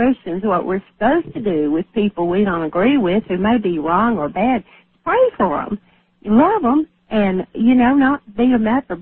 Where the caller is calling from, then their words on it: Shreveport, Louisiana, United States; I'm calling from Shreveport, Louisiana, and whenever we get your program, it's midnight Central Time.